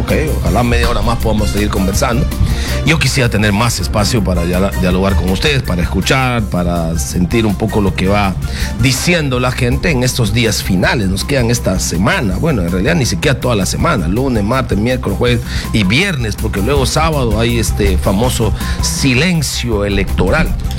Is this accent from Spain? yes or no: no; Loreto, Peru; Loreto, mi tierra